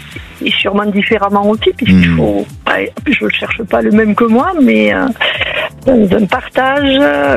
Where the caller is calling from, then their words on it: Clermont-Ferrand, Auvergne-Rhône-Alpes, France; Clermont-Ferrand.